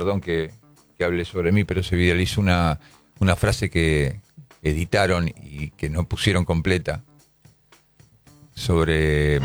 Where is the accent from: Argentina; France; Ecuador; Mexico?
Argentina; Buenos Aires; Y por ahí uno vive en Recoleta y vivió toda la infancia y la adolescencia en Villa Urquiza. Y para mí yo soy de Urquiza, no soy de Recoleta.